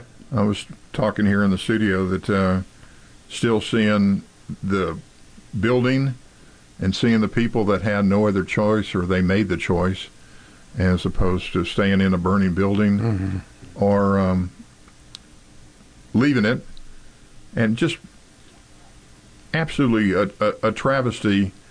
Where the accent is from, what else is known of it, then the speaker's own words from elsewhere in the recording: Texas, United States; No, we're not. We're Texas.